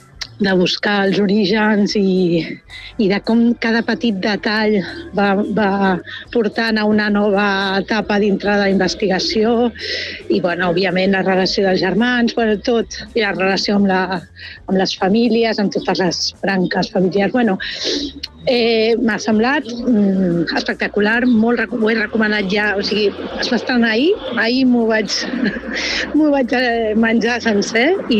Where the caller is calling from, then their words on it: Barcelona, Catalonia, Spain; de Barcelona.